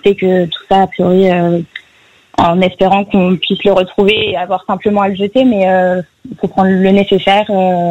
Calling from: Bordeaux, Nouvelle-Aquitaine, France; Là, je suis rentrée chez mes parents à Bordeaux

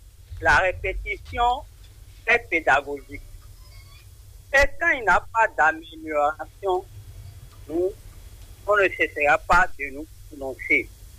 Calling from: Porto-Novo, Ouémé, Benin; je suis depuis Port-Nouveau.

